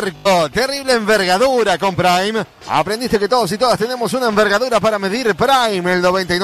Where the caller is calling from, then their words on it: Ciudad de la Costa, Canelones, Uruguay; Y la ciudad de la costa, obviamente.